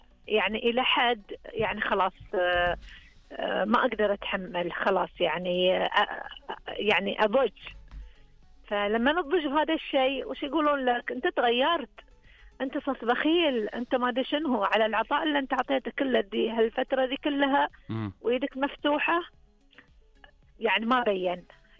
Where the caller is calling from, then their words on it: Saihat, Eastern Province, Saudi Arabia; انا اكلمك من المنطقه الشرقيه من سيهات.